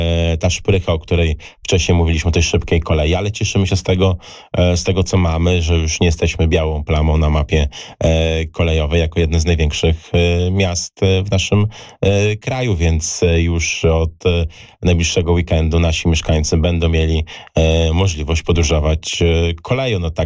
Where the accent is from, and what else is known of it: Łomża, Podlaskie Voivodeship, Poland